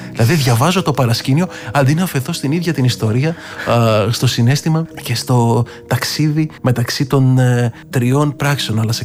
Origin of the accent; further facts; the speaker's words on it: Lemnos, North Aegean, Greece; Ήμουν στο νησί μου στη Λίμνο